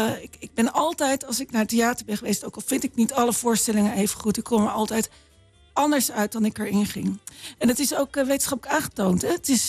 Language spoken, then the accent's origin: Dutch; Voorburg, South Holland, Netherlands; born there; En ik kom uit het Westen. Ik ben geboren in Voorburg. Mijn heel veel vrienden wonen ook nog in het Westen.